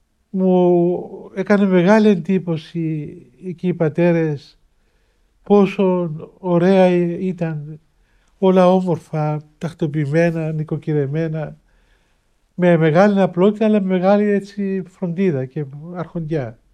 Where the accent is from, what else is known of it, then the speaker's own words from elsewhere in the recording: Cyprus; εγώ είμαι Κύπριος, μόνος φτάνει από την Κύπρο